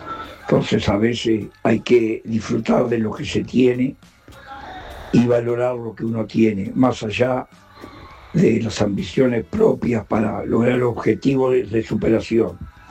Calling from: Maldonado, Uruguay; de la ciudad de Iguá, departamento Maldonado, República Oriental del Uruguay.

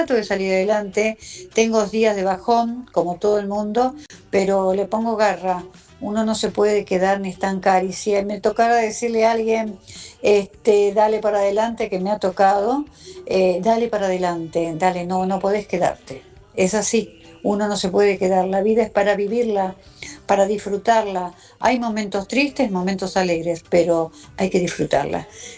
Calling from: Villa Bosch, Buenos Aires Province, Argentina

